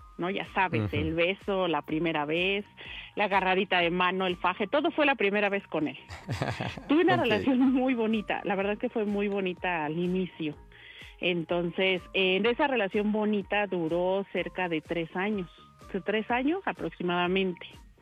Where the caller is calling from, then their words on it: State of Mexico, Mexico; De aquí del Estado de México.